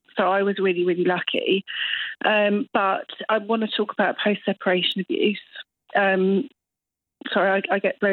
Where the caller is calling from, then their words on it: Scotland, United Kingdom; I live in Eastern Barnshire.